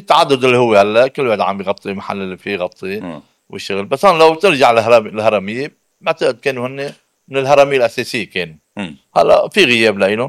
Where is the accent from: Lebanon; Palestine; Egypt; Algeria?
Lebanon; فنحن كمواطن كلبناني أنا ما بقى كطائفة سنية ما بحكي، بحكي كمواطن لبناني